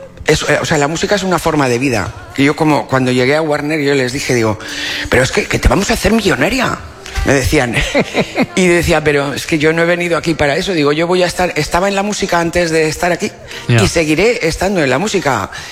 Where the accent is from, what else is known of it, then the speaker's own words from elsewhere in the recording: Tarragona, Catalonia, Spain; born there; nací en Tarragona. Sí, mis padres se casaron allí, nacimos allí los cuatro.